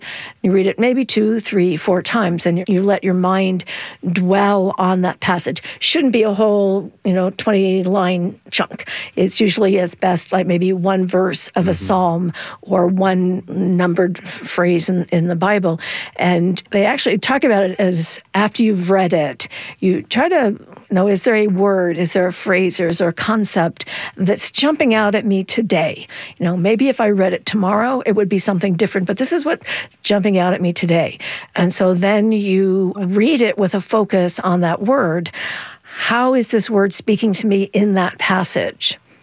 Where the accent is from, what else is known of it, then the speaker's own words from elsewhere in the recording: Latrobe, Pennsylvania, United States; I'll send you to my hometown, Latrobe, Pennsylvania.